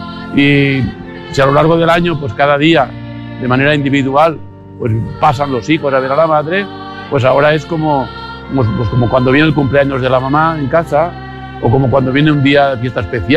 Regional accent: Valencian Community, Spain

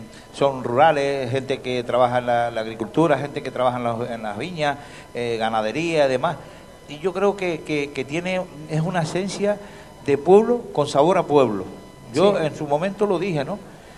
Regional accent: La Gomera, Canary Islands, Spain; yo soy de La Gomera

